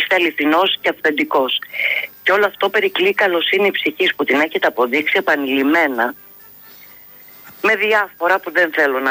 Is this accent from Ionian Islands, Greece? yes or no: yes; Kefalonia, Ionian Islands, Greece; είμαι από την Κεφαλονιά, από το Ιόνιο.